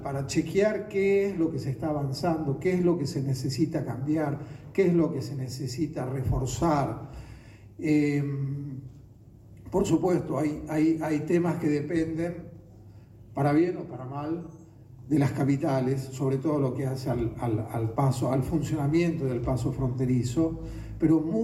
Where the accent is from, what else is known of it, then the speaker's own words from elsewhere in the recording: Santa Fe, Argentina; Lo digo como santafesino y no como porteño, que no lo soy.